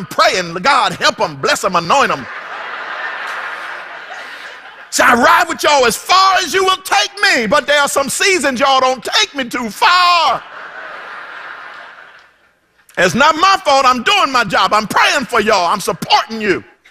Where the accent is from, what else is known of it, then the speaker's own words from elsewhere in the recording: Philadelphia, Pennsylvania, United States; moved away; I grew up in Philly, so I'm always with the Eagles.